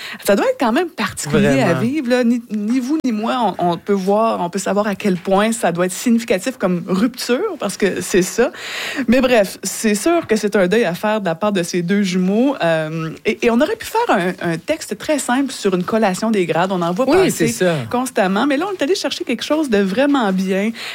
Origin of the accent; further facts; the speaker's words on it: Quebec, Canada; Oui, je viens de la Mauricie, mais il y a des histoires-là.